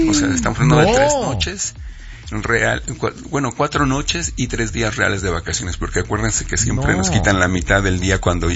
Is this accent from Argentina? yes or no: no; Mexico; somos estos mexicanos